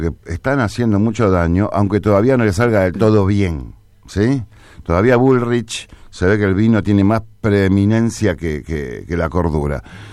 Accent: La Plata, Buenos Aires Province, Argentina; yo vengo de La Plata

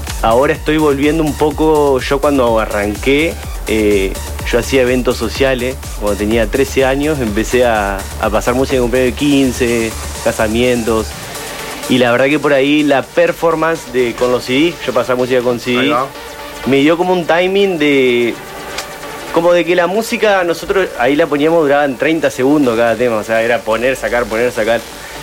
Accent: Paraná, Entre Ríos, Argentina; Paraná, la verdad que si bien es una ciudad chica, tenemos 300.000 habitantes.

